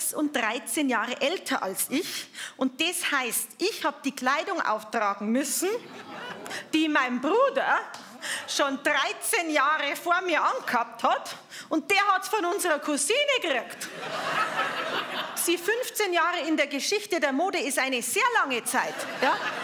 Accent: Germany; Ja, ich bin schon an der Grenze aufgewachsen, aber so nah auch wieder nicht.

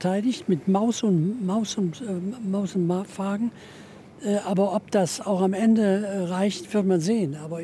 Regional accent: Germany; Wir sind ja als Deutsche

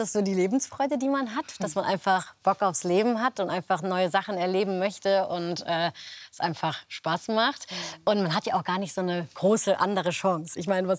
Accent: Cologne, North Rhine-Westphalia, Germany; born there; weil ich bin gebürtige Kölnerin, meine Familie, meine Freunde sind alle aus Köln.

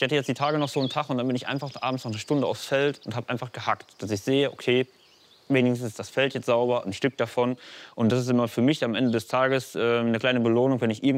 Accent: North Rhine-Westphalia, Germany; hier aus dem schönen Sauerland. Vom Guten im Werge, so heißt unser Hof hier. So. Also ich bin hier auf dem Hof aufgewachsen dachte immer, ich könnte nicht schöner wohnen

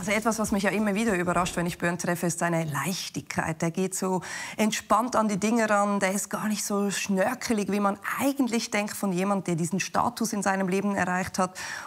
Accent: Switzerland; Hier wird nicht beschissen, ich bin Schweizer.

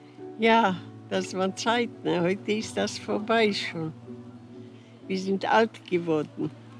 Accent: Bavaria, Germany; Ich komme aus Bayern.

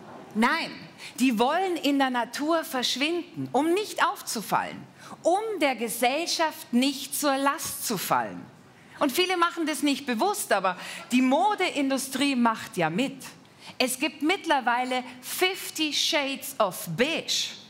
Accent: Bavaria, Germany; ich komme aus Bayern.

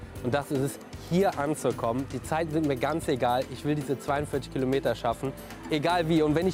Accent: Cologne, North Rhine-Westphalia, Germany; Köln ist meine Heimat. Und ich habe ihm gesagt, wenn ich einen Marathon laufe, dann in meiner Heimatstadt. Hier, wo ich die Straßen kenne, wo ich die Leute kenne.

